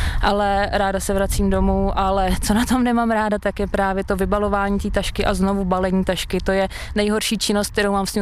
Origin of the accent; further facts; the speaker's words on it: Špindlerův Mlýn, Hradec Králové Region, Czechia; moved away; já pocházím ze Špindlerova Mlýna